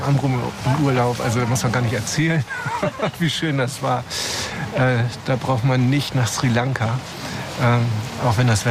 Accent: Schleswig-Holstein, Germany; bin Schleswig-Holsteiner seit meiner Geburt.

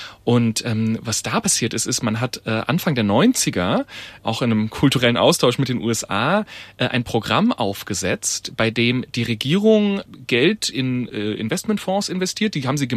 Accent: Heilbronn, Baden-Württemberg, Germany; born or raised there

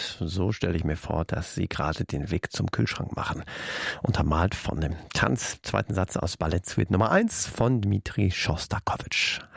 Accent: Emden, Lower Saxony, Germany; 21 in Emden in meiner Heimatstadt

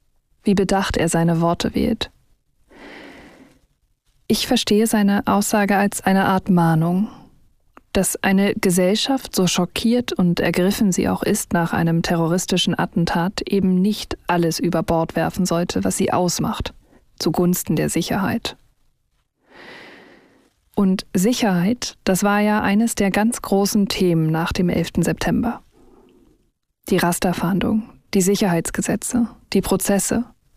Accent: Berlin, Germany; Mitten in Berlin. Mal wieder in meiner Heimatstadt.

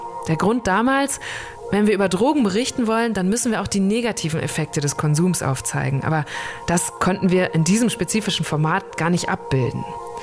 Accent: North Rhine-Westphalia, Germany; wir kommen beide aus Münsterland, wo auch, ne, direkt genau, an der holländischen Grenze

